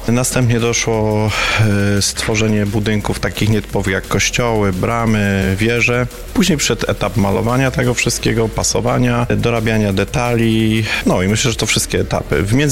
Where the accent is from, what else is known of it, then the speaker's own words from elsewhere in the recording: Słupca, Greater Poland Voivodeship, Poland; odkąd pamiętam, od dziecka, jak mieszkam w Słupcy